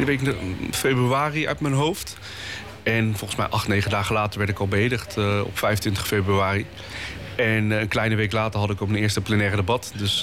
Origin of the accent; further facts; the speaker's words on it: Leidschendam-Voorburg, South Holland, Netherlands; also born or lived in Tunis; Van Leidschendam-Voorburg is mijn thuis, daar ben ik opgegroeid.